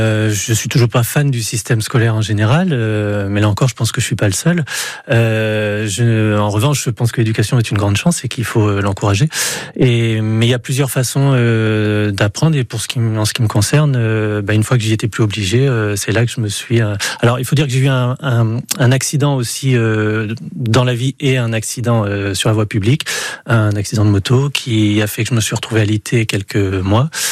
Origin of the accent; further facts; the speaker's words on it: Royan, Nouvelle-Aquitaine, France; also born or lived in Grenoble; je suis né du côté de Grenoble, donc à côté des montagnes, mais je suis arrivé à Royan 2 mois.